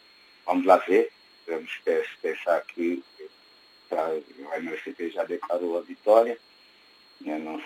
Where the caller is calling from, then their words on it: São Tomé & Príncipe; nós somos sempre santomenses